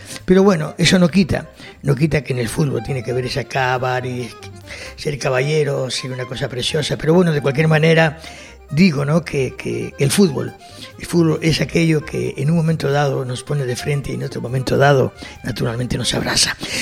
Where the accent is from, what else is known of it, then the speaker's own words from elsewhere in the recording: Argentina; los argentinos somos así, nos caemos, pero ya el próximo mundial vamos a ver qué pasa.